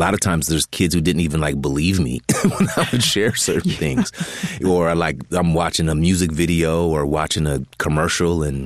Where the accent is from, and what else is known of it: California, United States; born or raised there